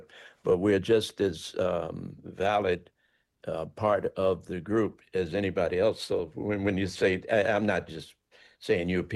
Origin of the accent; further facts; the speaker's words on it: Baltimore, Maryland, United States; I'm from Baltimore, which is like 30 miles apiece.